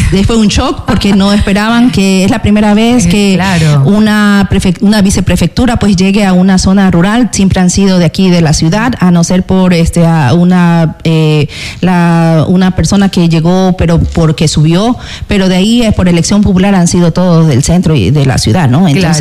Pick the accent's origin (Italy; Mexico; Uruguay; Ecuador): Ecuador; Santa Elena